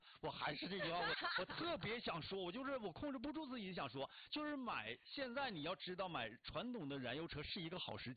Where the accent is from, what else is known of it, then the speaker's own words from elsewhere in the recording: China; 我真的作为中国人看到金葵花这个车，我真的有一种骄傲感。